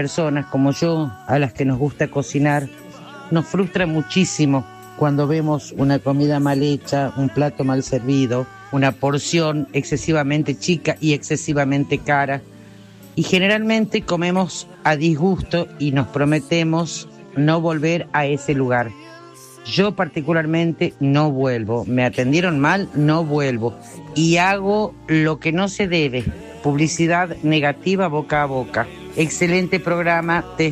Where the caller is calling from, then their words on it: Salta, Argentina; … de Salta